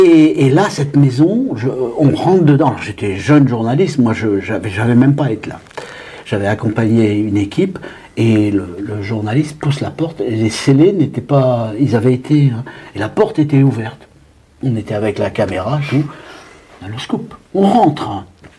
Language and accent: French; Hauts-de-France, France; Je suis jeune journaliste, je déboule de mon école et de mon enfance dans le Pas-de-Calais.